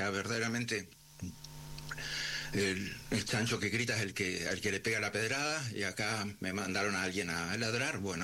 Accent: Uruguay; moved away as an adult; vuelvo al Uruguay porque soy uruguayo

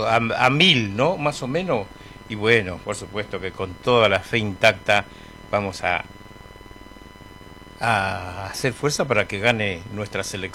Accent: Argentina; nosotros los argentinos

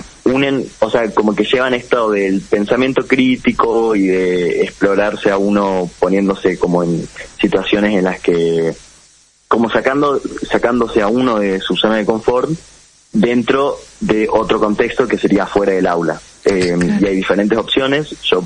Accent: Salta, Argentina; yo soy un estudiante de UWC, de acá de Salta.

